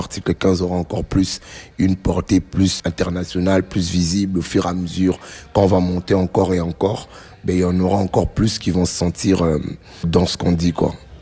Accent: Kinshasa, DR Congo; moved away as an adult; now in France; Ça fait que 4 ou 5 ans que j'habite en France. J'ai toujours vécu à Kinshasa

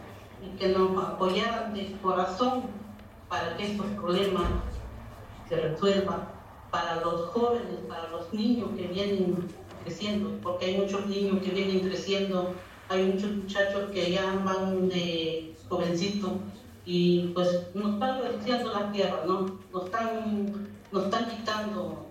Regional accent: Paso del Águila, Mexico; yo soy de aquí de Pato del Águila

